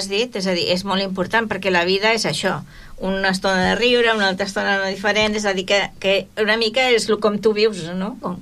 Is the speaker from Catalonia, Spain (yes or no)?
yes; Barcelona, Catalonia, Spain; now in Tordera, Spain; jo que sóc barcelonina, per exemple, jo quan dic que sóc de Barcelona jo dic que sóc d'Horta, no. Perquè sóc d'Horta.